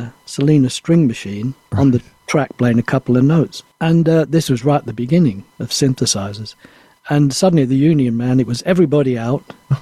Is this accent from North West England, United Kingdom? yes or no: yes; Manchester, North West England, United Kingdom; my first street I was born in Manchester, Cuba Street, in just off the Stretford Road.